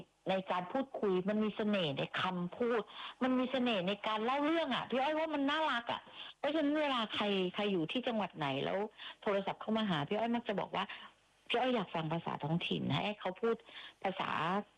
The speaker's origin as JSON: {"language": "Thai", "region": "Southern Thailand", "country": "Thailand", "said": "เพราะว่าตัว … เป็นคนใต้เนี่ย … ก็พูดออกทองแดงเพราะว่า … ไม่ได้อยู่ใต้ตลอดเวลา"}